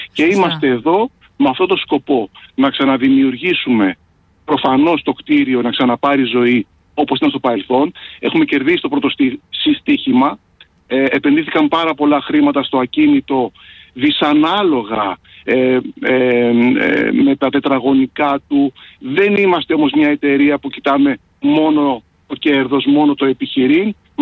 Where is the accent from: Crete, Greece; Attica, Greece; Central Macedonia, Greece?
Attica, Greece; Athens; born there; Γεννήθηκα στην Κυψέλη